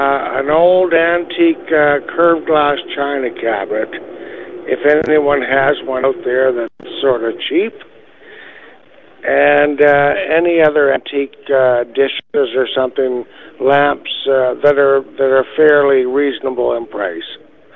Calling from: Rapid City, Manitoba, Canada; It's from Rapid City.

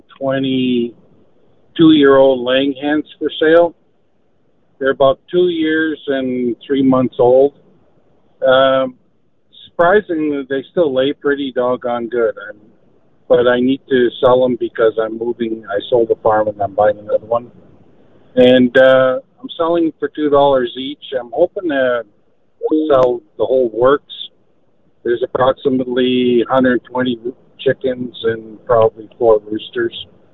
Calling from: Stonewall, Manitoba, Canada; Stonewall, Manitoba.

